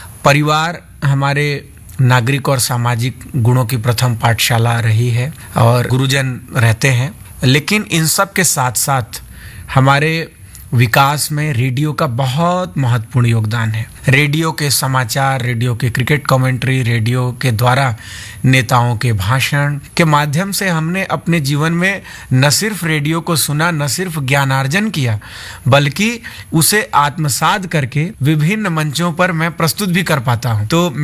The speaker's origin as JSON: {"language": "Hindi", "town": "Varanasi", "region": "Uttar Pradesh", "country": "India", "tie": "born there", "also_born_or_lived": "Sonbhadra district, Uttar Pradesh", "said": "मेरा जन्म उत्तर प्रदेश के सोनभद्र जिले में हुआ और मेरी शिक्षा दीक्षा 12वीं तक की श्री हनुमान प्रसाद पोद्दारंद विद्यालय दुर्गाकुंड वाराणसी से हुई"}